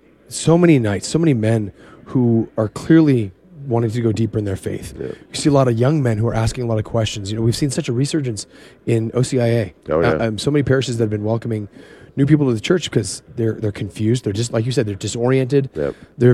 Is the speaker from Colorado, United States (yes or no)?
yes; Golden, Colorado, United States; I am. I'm originally from Golden, Colorado.